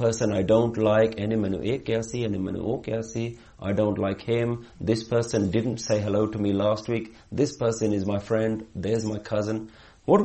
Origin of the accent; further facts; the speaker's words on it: London, United Kingdom; I come from London, so it takes a very long time for me to just see the coast.